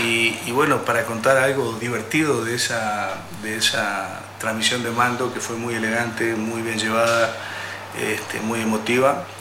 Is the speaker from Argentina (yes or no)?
yes; Argentina; born there; moved away; yo soy argentino, nacido en Argentina, he vivido 24 años acá, así que tengo mi corazón dividido, digamos, por el país donde nací, el país que me acogió con tanto cariño.